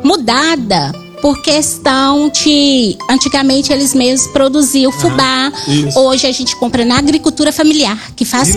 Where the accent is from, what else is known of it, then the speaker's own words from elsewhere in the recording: São Gonçalo do Sapucaí, Minas Gerais, Brazil; Eu sou de São Gonçalo, né?